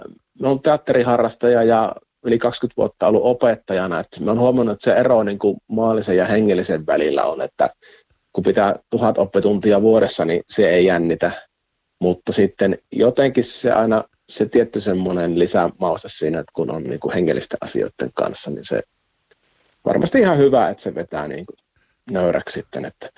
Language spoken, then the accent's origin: Finnish; Joensuu, North Karelia, Finland; moved away as an adult; now in Ähtäri, Finland; Joo, no Joensuusta olen kotoisin, että Joensuun poikia.